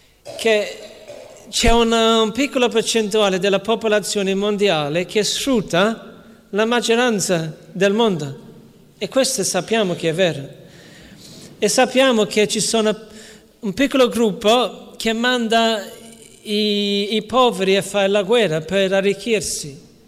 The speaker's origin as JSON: {"language": "Italian", "region": "London", "country": "United Kingdom", "tie": "born or raised there", "moved": "yes", "said": "Io sono cresciuto a Londra"}